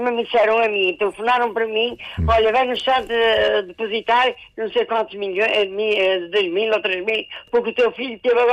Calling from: Matosinhos, Norte, Portugal; eu moro na Senhora da Hora.

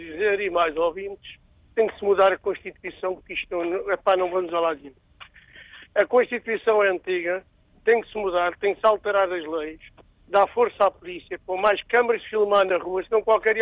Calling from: Sacavém, Lisbon, Portugal

